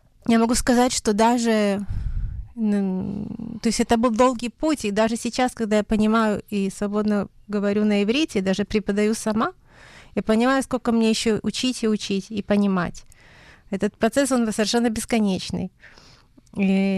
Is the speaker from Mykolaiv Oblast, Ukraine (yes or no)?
no; Odesa, Odesa Oblast, Ukraine; born there; я родилась в Одессе в 73-м году, и мое детство было вполне таким очень заурядным.